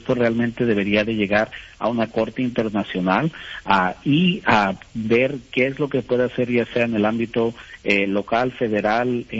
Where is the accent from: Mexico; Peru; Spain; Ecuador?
Mexico; now in United States; Como mexicano, como inmigrante, esto podría haber sido yo